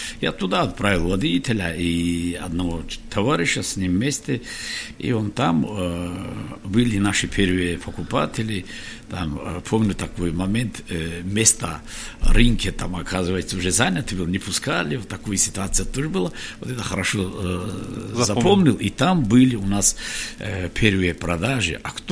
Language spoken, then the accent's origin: Russian; Kharbuk, Dagestan, Russia; мехарбукцы, я родом из Харбука. Металл у нас как пластилин слушается в руках